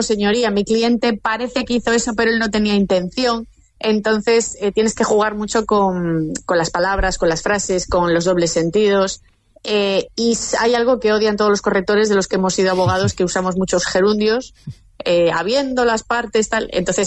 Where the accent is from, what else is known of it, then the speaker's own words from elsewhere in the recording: Galicia, Spain; A poco, como buena gallega, con mucha prudencia siempre.